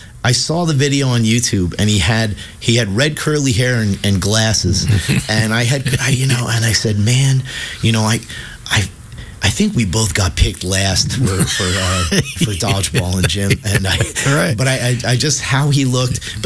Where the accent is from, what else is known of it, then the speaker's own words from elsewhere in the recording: United States; as an American musician, I have virtually no shot at getting a legitimate gig there